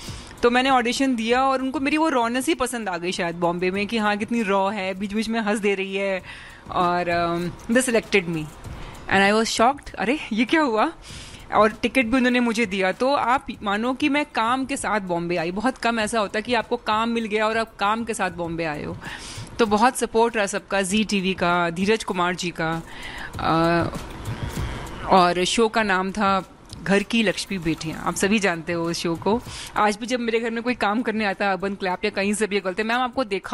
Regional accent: Lucknow, Uttar Pradesh, India; moved away as an adult; now in Mumbai, India; मैं लखनऊ शहर से हूँ, मेरी पढ़ाई लिखाई सब स्कूलिंग सब लखनऊ से ही हुआ और कॉलेज भी मैंने वहीं से किया।

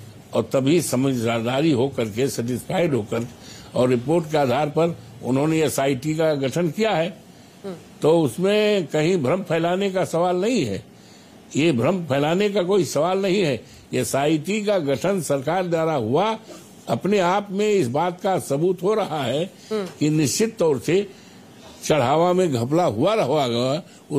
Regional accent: Ayodhya, Uttar Pradesh, India; born there; हम पैदाइशी यहीं से हैं

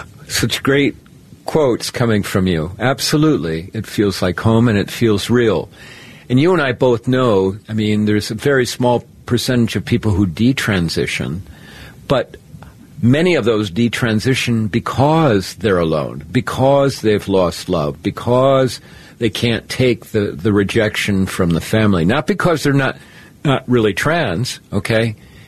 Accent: Iowa, United States; now in Minnesota, United States; the reason I live in Minnesota, because I grew up in Iowa, and for a long time my heart was in Iowa

